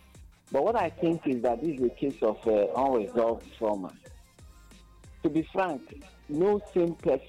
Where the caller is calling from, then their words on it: Abakaliki, Ebonyi, Nigeria; I'm listening from Abakaliki.